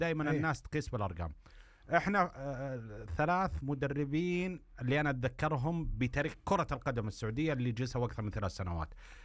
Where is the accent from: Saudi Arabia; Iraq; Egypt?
Saudi Arabia; احنا كسعوديين